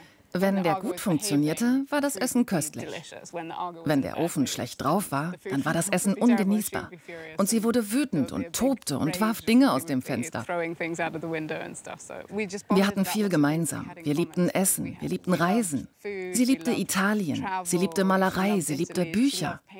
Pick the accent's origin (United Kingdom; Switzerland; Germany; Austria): United Kingdom; South West England; moved away as an adult; now in Sardinia, Italy; Ich bin in Cornwall aufgewachsen.